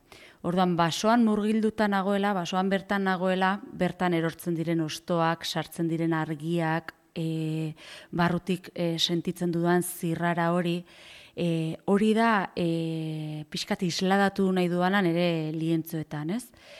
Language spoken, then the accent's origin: Basque; Irun, Basque Country, Spain; now in Oiartzun, Spain; ni artista margolari irundarra naiz, egun Oiartzunen bizi naiz, baserri batean